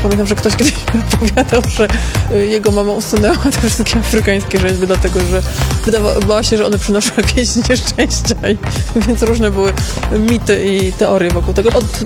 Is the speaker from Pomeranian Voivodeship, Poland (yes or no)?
yes; Gdynia, Pomeranian Voivodeship, Poland; bo oboje wywodzimy się z Gdyni i pamiętamy z naszego dzieciństwa popularność różnych takich elementów w mieszkaniach gdyńskich